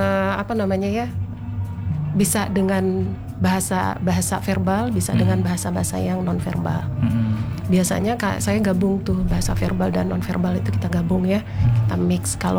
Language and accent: Indonesian; Pontianak, West Kalimantan, Indonesia; moved away; also born or lived in Yogyakarta; Ibu, saya Jawa, Bang, kebetulan. Ayah saya Chinese, Singkawang ya. Jadi sekolah di Jogja cukup lama, 2002 saya pulang ke Pontianak.